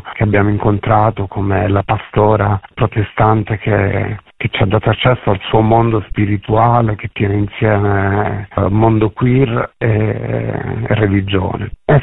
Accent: Naples, Campania, Italy; now in Sardinia, Italy; io sono un napoletano arrivato in Sardegna alla fine degli anni 70

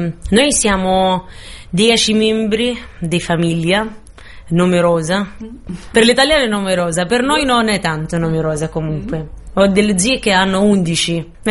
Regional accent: Gaza City, Gaza Strip, Palestine; Vengo dalla striscia di Gaza, Palestina, ho 32 anni, non si dice più, però va bene, dai.

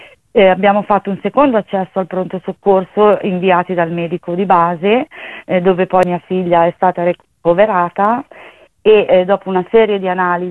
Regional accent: Desio, Lombardy, Italy; abbiamo effettuato un primo accesso al pronto soccorso dell'ospedale San Gerardo di Monza, perché noi siamo di Desio

